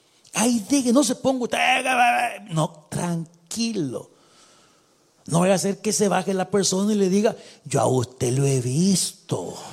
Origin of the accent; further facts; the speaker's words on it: El Salvador; los que somos de El Salvador, por lo menos tenemos la sangre de Atlacat dentro de nosotros.